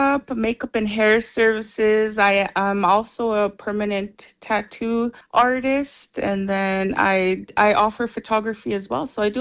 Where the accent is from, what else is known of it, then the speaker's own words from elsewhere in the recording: Saskatchewan, Canada; now in Saskatoon, Canada; I'm from Red Pheasant First Nation.